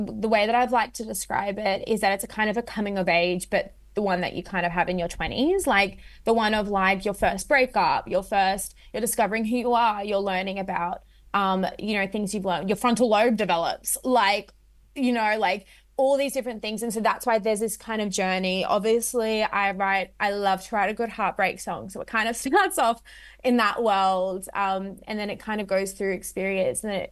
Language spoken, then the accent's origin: English; Sydney, New South Wales, Australia; Without knowing that I was from Western Sydney, was like, "Oh, thank God for Western Sydney, otherwise we'd have no news stories."